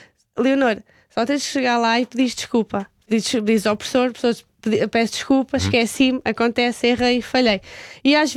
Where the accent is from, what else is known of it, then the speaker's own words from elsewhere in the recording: Elvas, Alentejo, Portugal; moved away as an adult; now in Lisbon, Portugal; Eu também vim de Elvas para Lisboa, tinha 20€ no bolso e ninguém acreditou em Elvas que eu ia conseguir fazer nada em Lisboa, achavam todos que ia voltar.